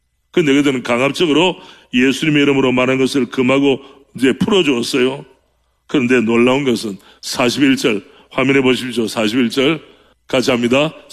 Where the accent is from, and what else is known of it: South Korea